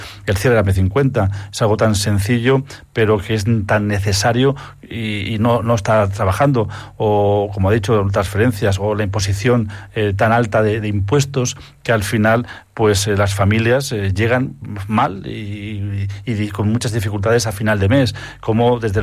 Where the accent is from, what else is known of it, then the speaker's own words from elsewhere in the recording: Tres Cantos, Community of Madrid, Spain; Yo como español, como tricantino, como español, estoy avergonzado del gobierno de España que tenemos.